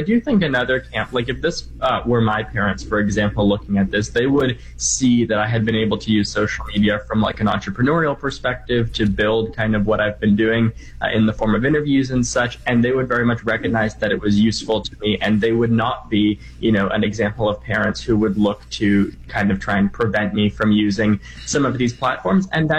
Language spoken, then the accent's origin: English; Canada; Yeah, or my home country of Canada either